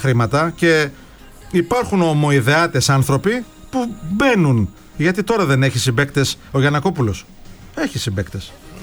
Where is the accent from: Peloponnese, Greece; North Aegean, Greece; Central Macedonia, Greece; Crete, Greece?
North Aegean, Greece; Chios